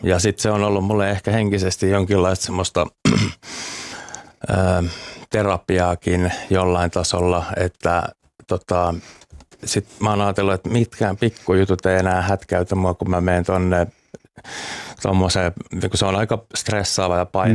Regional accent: Uusimaa, Finland; Tuosta pääkaupunkiseudulta mä oon kotosin.

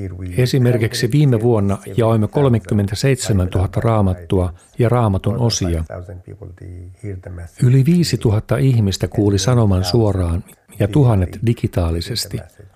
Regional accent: Egypt; also born or lived in Mauritania / Jordan; now in Spain; Olen kotoisin Egyptistä ja vaimoni on Irakista. Tapasimme Jordaniassa ja muutimme Mauritaniaan.

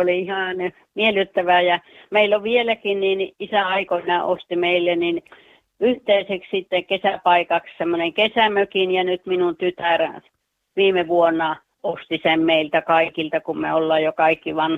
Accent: Juuka, North Karelia, Finland; Sieltä Pohjois-Karjalasta Juuasta.

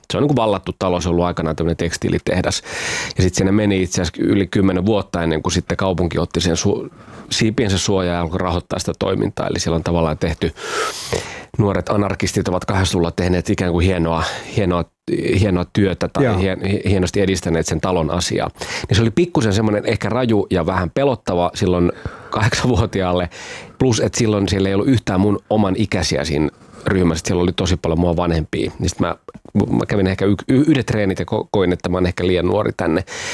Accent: Pori, Satakunta, Finland; born or raised there; also born or lived in Kuorevesi

